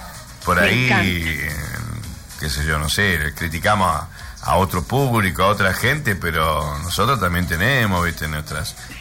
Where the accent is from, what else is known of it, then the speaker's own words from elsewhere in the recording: Argentina; somos argentinos.